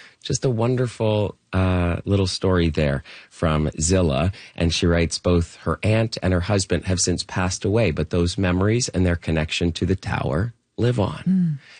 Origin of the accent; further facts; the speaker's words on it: Whitby, Ontario, Canada; moved away as an adult; now in Toronto, Canada; growing up in Whitby